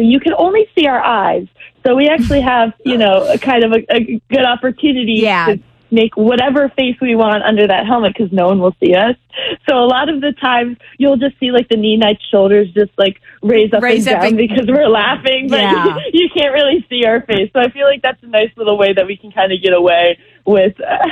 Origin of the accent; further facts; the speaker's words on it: Gainesville, Georgia, United States; born there; moved away as an adult; also born or lived in Ohio; now in New York City, United States; I'm doing all these shows in the Gainesville High School where I went.